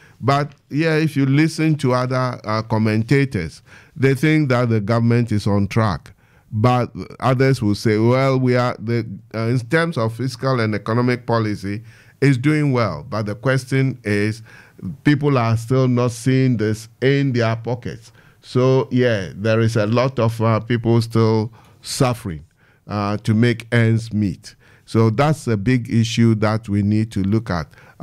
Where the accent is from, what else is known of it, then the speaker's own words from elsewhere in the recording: Ajuate, Ghana; now in Canberra, Australia; I know Ashon very well because he's the head of Ajuate family at this time, and I'm from Ajuate.